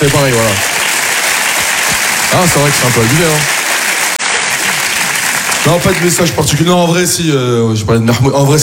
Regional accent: France; C'est comme je suis un bon français.

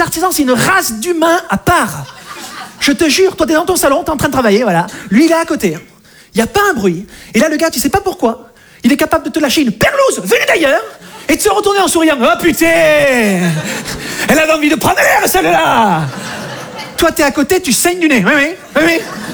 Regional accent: Monbazillac, Nouvelle-Aquitaine, France; je viens de Montbazillac, dans le sud-ouest de la France

